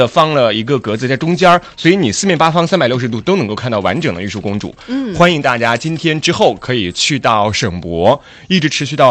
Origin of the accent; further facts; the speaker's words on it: Sichuan, China; now in Haikou, China; 我老家四川那边